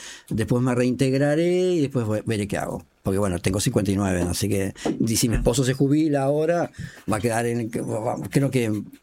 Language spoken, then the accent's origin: Spanish; Montevideo, Uruguay; somos montevideanos